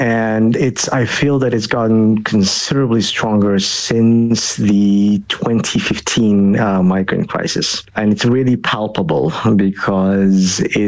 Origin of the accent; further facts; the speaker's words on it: Malmö, Skåne, Sweden; When I travel to other parts of Europe and I tell them I'm from Malmö, they're like, that's a very dangerous place.